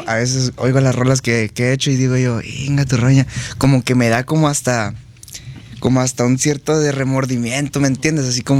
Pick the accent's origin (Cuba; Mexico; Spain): Mexico; Cuauhtémoc, Chihuahua; now in Guadalajara, Mexico; yo soy de Chihuahua. Chihuahua. Sí, de Cuauhtémoc, Chihuahua.